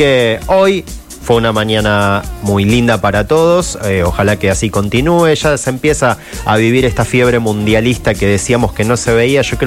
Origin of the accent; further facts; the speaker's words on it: Argentina; pero la puta madre, somos argentinos.